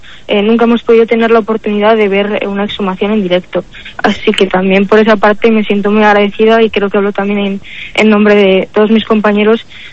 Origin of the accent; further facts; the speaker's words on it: Hormilla, La Rioja, Spain; en Hormilla, en un pueblo de La Rioja, de donde yo soy.